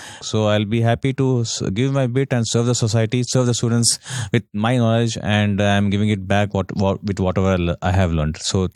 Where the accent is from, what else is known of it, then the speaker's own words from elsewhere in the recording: Hyderabad, Telangana, India; from Hyderabad.